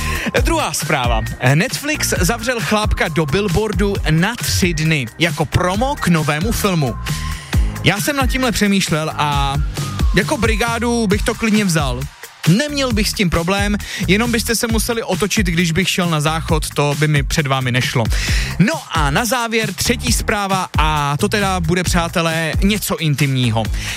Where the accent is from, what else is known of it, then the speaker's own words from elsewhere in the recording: Ústí nad Labem, Ústí nad Labem Region, Czechia; Jako rodák z Ústí nad Labem